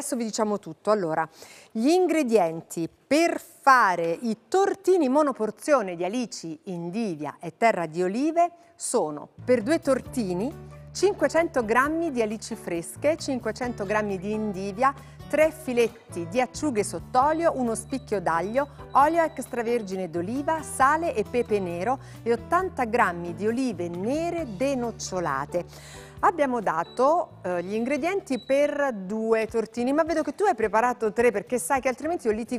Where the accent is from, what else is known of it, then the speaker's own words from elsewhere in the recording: Campania, Italy; dalle parti mie si chiama scarola.